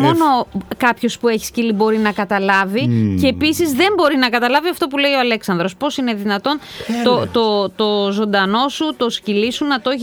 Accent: Thessaloniki, Central Macedonia, Greece; είμαστε από τη Θεσσαλονίκη.

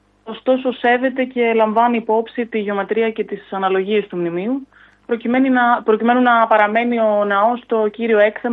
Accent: Nea Figalia, Western Greece, Greece; Είμαι μέλος του Συλλόγου γιατί κατάγομαι και από τη Νέα Φιγαλία.

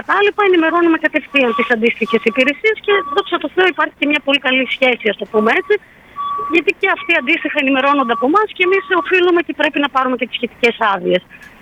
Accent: Epirus, Greece; moved away; also born or lived in Athens; Όταν επέστρεψα στην ιδιαίτερη πατρίδα μου, με μια παρέα φίλων και υποστηρικτές από άλλους συλλόγους, φίλοι δηλαδή σπηλαιολόγοι που βοήθησαν στην όλη διαδικασία, να ιδρύσουμε τον Σπηλαιολογικό Σύλλογο για να εισάγουμε και στην Ήπειρο πια αυτό το άθλημα

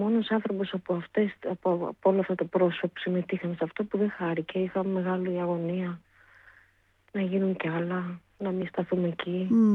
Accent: Heraklion, Crete, Greece; moved away as an adult; also born or lived in Mytilene; now in Athens, Greece; Γεννήθηκα στη Μυτιλίνη, ήρθα στην Αθήνα 4, πήγαμε στην Κρήτη στα 8, ήταν από εκεί ο μπαμπάς μου και έμεινα μέχρι το 30, σχεδόν 31.

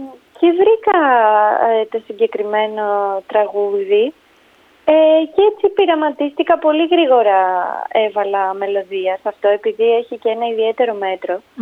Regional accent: Ano Kastritsi, Western Greece, Greece; Το χωριό μου είναι το Άνω Καστρίτσι, στην Αχαΐα. Mm-hmm. Είναι πολύ κοντά στο Αίγιο.

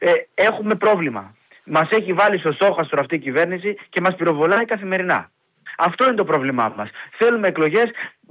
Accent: Drama, Eastern Macedonia and Thrace, Greece; μιλώντας για την πόλη μου, για τη Δράμα

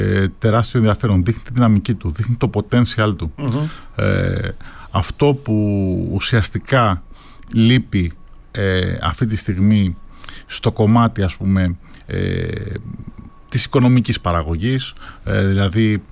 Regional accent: Greece; και εμάς σαν Έλληνες μας αρέσει να κυνηγάμε το American Dream.

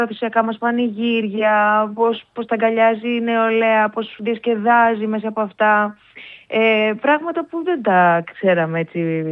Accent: Ikaria, North Aegean, Greece; εγώ είμαι από την Ικαρία

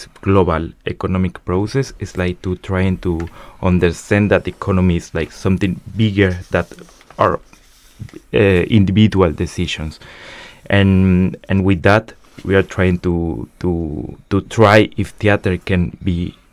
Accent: Campeche, Mexico; English is a second language; my hometown, Campeche, that is a state in the south of Mexico with a big story of colonization, of imperialism

